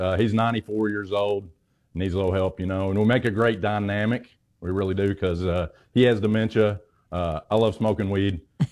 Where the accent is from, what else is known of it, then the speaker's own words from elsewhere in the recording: Murray, Kentucky, United States; accent: Southern; I'm in Murray, Kentucky. Oh. Western Kentucky, close to Paducah.